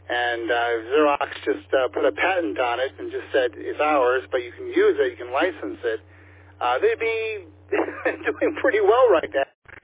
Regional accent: Bergen County, New Jersey, United States; moved away; I'm from New Jersey originally, northern New Jersey

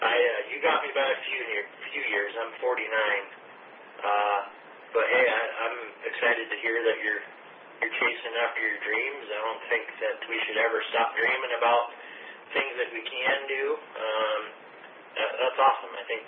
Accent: Fresno, California, United States; moved away as an adult; now in Montana, United States; I was born and raised in Fresno.

